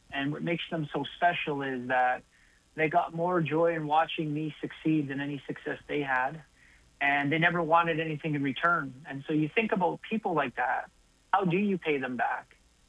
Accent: Winnipeg, Manitoba, Canada; growing up in Winnipeg's North End

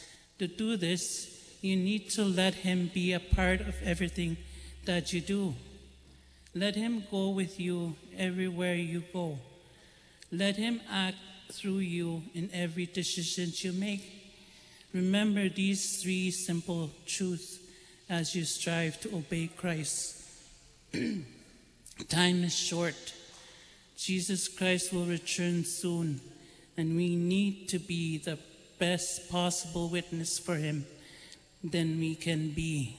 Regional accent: Split Lake, Manitoba, Canada; I'm from Spit Lake.

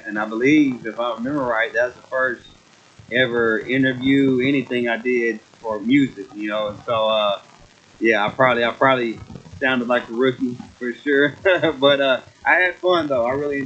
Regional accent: Kilgore, Texas, United States; So I live in Kilgore. I'm from Kilgore.

